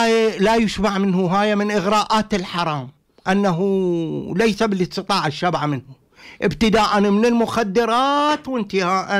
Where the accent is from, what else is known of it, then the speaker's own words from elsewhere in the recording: Southern Iraq, Iraq; إحنا الشماهي عندنا بالجنوب هو أصغر أنواع السمك،